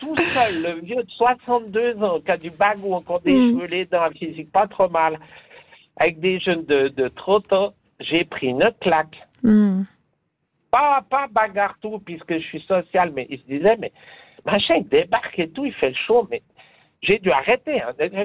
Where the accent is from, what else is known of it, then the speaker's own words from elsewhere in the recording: Lausanne, Vaud, Switzerland; also born or lived in Montreux; Je suis né à Lausanne, j'ai fait 5 ans à Lausanne. Après, j'ai fait Cublan, Montreux, j'ai tout fait.